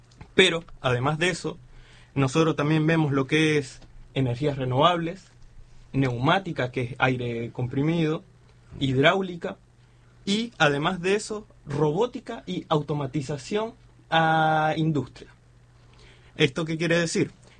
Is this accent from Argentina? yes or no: no; Linares, Maule, Chile; yo soy acá también